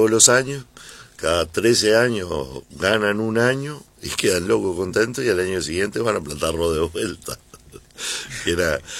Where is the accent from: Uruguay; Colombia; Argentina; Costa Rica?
Uruguay